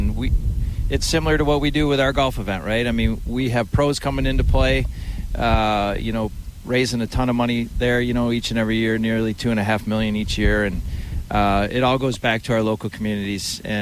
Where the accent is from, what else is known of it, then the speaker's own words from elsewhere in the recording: Edgerton, United States; I didn't have a range where I grew up in Edgerton.